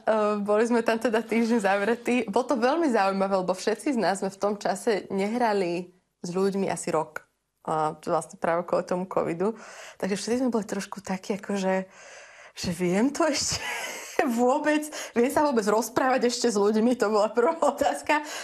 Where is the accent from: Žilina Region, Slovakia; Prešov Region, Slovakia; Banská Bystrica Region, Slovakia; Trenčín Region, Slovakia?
Trenčín Region, Slovakia; Partizánske; now in New York, United States; v roku 2020 ja som priamo z New Yorku sa ocitla znova v Partizánskom zrazu u mojich rodičov.